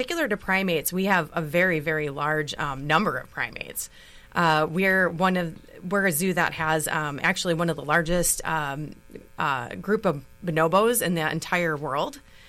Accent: Racine, Wisconsin, United States; Yeah, so I'm actually originally from Racine. Right from this neck of the woods.

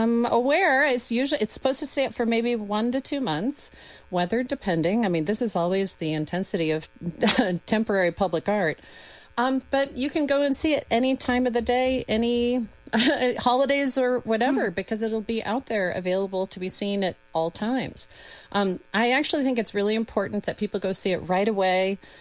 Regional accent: Missoula, Montana, United States; moved away as an adult; also born or lived in Beloit, Wisconsin; I grew up in Missoula, Montana, and I moved to Beloit, Wisconsin kind of on a whim to go to school.

